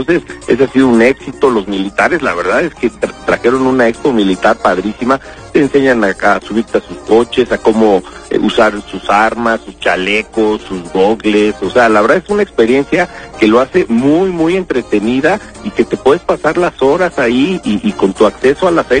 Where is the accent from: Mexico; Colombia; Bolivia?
Mexico; lo que somos los mexicanos